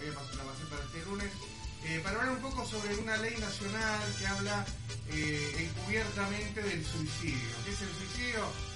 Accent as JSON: {"language": "Spanish", "region": "Buenos Aires", "country": "Argentina", "said": "De San Pedro González Telmo."}